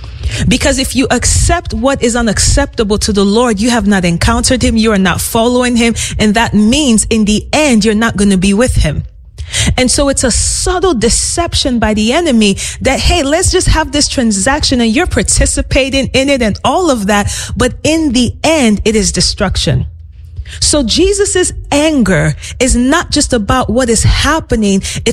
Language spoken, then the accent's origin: English; Nigeria; I grew up in Nigeria, you know, and Africa is no stranger to this.